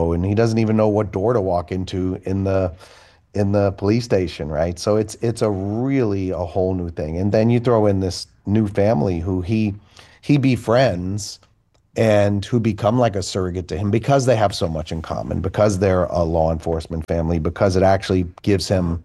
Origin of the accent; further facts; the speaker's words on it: Boston, Massachusetts, United States; I am a Bostonian, but I played a New Yorker for basically 15 years, and the New Yorkers taught me well about tormenting Bostonians.